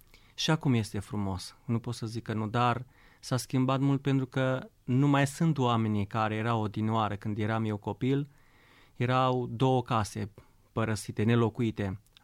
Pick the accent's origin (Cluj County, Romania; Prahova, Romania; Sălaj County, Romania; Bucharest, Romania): Sălaj County, Romania; Solomon; born or raised there